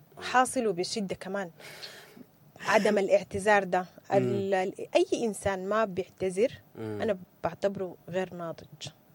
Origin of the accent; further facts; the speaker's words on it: Sudan; احنا كسودانيين